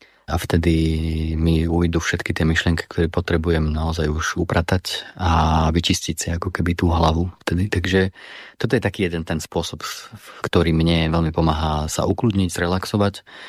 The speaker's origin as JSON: {"language": "Slovak", "town": "Prešov", "region": "Prešov Region", "country": "Slovakia", "tie": "born or raised there", "said": "Keďže ja som pôvodom z Prešova, tak u nás je viac lesov než hôr."}